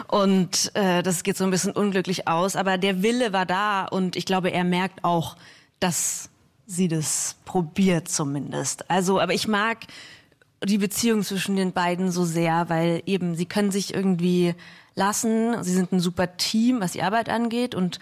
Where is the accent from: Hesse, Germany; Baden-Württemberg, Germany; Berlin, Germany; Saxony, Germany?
Saxony, Germany; Dresden; ich bin in Dresden geboren und aufgewachsen